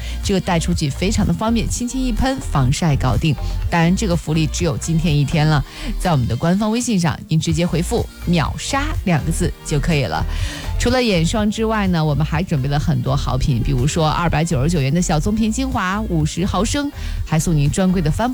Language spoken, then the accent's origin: Chinese; China